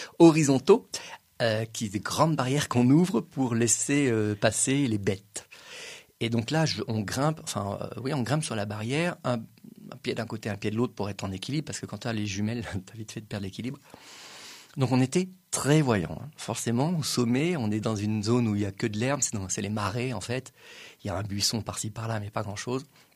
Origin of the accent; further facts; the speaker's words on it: France; Mais chez nous, en France